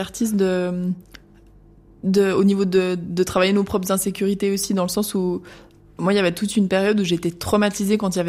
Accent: Fribourg, Switzerland; je suis partie étudier à La Havane à l'âge de 17 ans, Et en revenant en Suisse, donc moi je suis de Fribourg

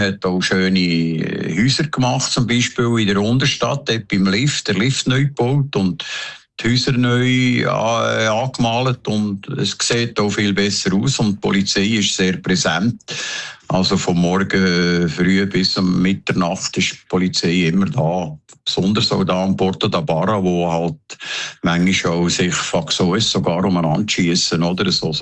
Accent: Zurich, Switzerland

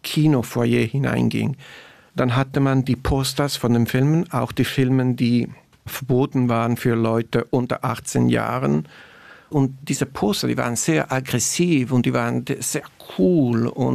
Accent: Italy; für mich als Italiener, der in Neapel ist

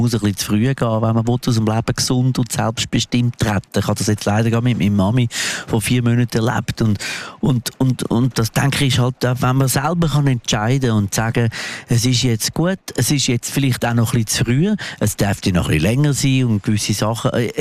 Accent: Zurich, Switzerland; also born or lived in Glarus; Meine Wurzeln sind, man hört es an meiner Schnur an, in der Stadt Zürich. Ursprünglich bin ich Glarner, aber ich bin sehr, sehr lange da.

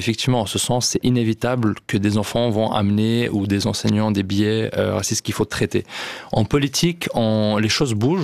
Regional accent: Lausanne, Vaud, Switzerland; je dis toujours je suis lausannois d'origine

